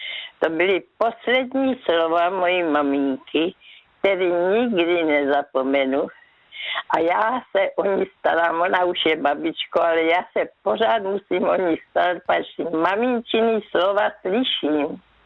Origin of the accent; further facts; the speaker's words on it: Brno, South Moravian Region, Czechia; Já jsem byla z Brna